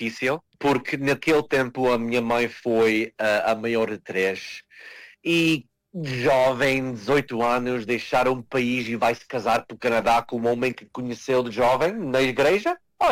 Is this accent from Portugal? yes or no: yes; Azores, Portugal; accent: São Miguel; nunca esquecer de eu tenho o sotaque de São Miguel quando eu quero. Mas na escola, em casa, é sempre o português que eu conheci. Em casa é português. É sempre a minha língua.